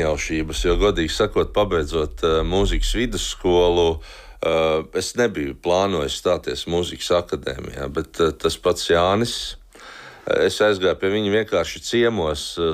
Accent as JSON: {"language": "Latvian", "town": "Lielplatone", "region": "Jelgava", "country": "Latvia", "tie": "born or raised there", "said": "Mana vecmāmiņa dzīvoja Jelgavā, bet pats es savu bērnību pavadīju Lielplatonē. Lielplatonē lai Jelgavas novads. Bet es ļoti bieži, es braucu, principā vienu laiku es pat ilgāk dzīvoju Jelgavā nekā laukos."}